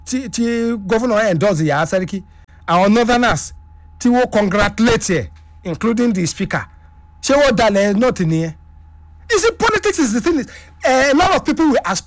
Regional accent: Kaiama, Kwara, Nigeria; I am from Kayama. I was in Kayama prior on Thursday for the primary election.

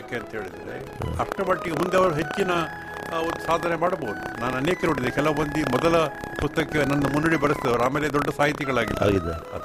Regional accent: Mangaluru, Karnataka, India; ಮಂಗಳೂರಿನವರು ನಾನು ಬಿಟ್ಟರು, ನನ್ನ ಮಂಗಳೂರಿನವರು ನಾನು ಬಿಡುವುದಿಲ್ಲ.

